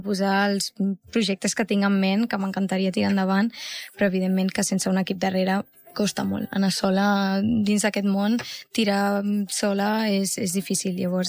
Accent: Catalonia, Spain; la sort que tenim la gent del Maresme de viure en un poble.

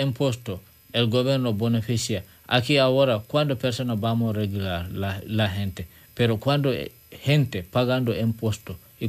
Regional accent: Senegal; Spanish is a second language; now in Spain; Porque yo vengo de Senegal. Ahora yo estoy en España.

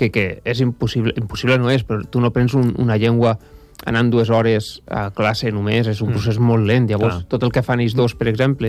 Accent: Canals, Valencian Community, Spain; born there; accent: Valencian; now in Catalonia, Spain; Jo soc nascut a un poble al costat de Xàtiva, es diu Canals, el poble de … doncs al costat.

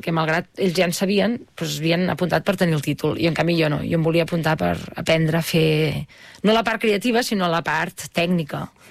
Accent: Catalonia, Spain; Sí, jo realment és que no em sento d'enlloc, però em sento de Catalunya

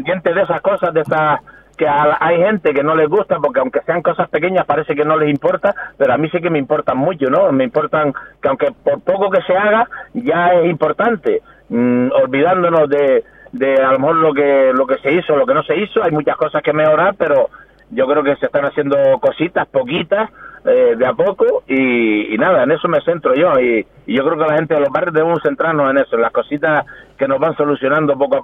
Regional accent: Las Palmas / the island, Canary Islands, Spain; Soy madridista, soy de Las Palmas

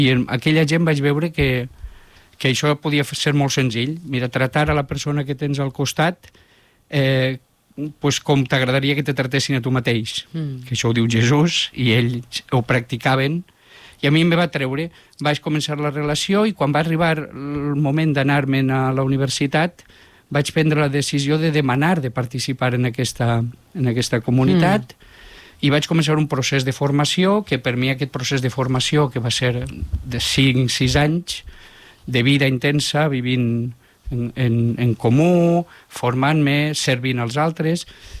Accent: Betxí, Valencian Community, Spain; de Betxí, del meu poble

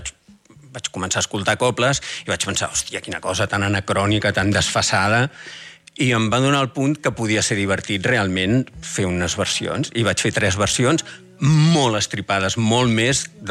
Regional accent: Barcelona, Catalonia, Spain; born there; now in Sant Quirze Safaja, Spain

